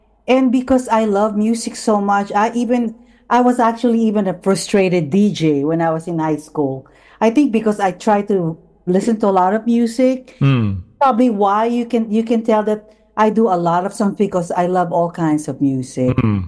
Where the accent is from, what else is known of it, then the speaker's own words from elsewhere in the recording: Philippines; I'm like minority. I came from the Philippines, and who would think that, you know, my voice will be heard, you know, in different countries?